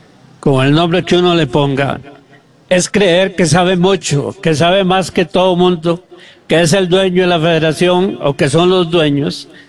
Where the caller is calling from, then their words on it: Costa Rica; como costarricenses